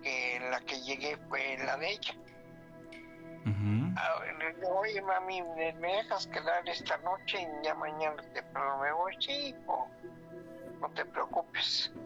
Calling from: Puebla, Mexico; De la ciudad de Puebla.

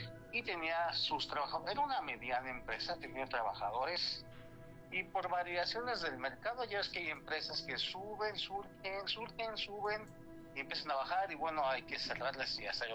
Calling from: Toluca, State of Mexico, Mexico; de Toluca, ¿cómo están?

